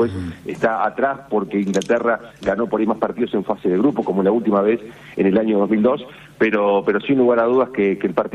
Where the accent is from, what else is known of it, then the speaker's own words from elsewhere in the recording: Argentina; todos somos de alguna manera como argentinos, hijos de todo eso que pasó